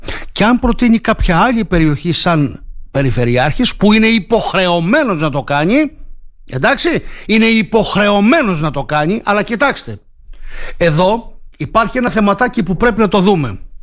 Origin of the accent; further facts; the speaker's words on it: Greece; Εμένα προσωπικά σαν Έλληνας μου κάνει τον ίδιο.